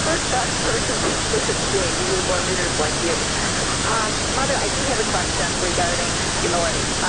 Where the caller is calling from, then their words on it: Livonia, Michigan, United States; I'm calling from Livonia, Michigan